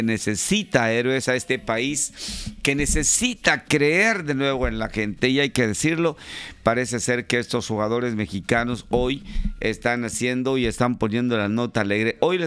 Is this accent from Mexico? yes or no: yes; Mexico; porque siempre somos así los mexicanos